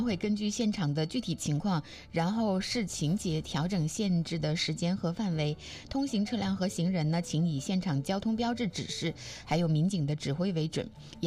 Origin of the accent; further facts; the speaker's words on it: Dalian, Liaoning, China; 作为大连人